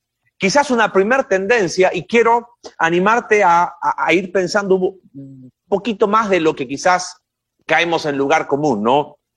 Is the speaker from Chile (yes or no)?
yes; Chile; en nuestro país, en Chile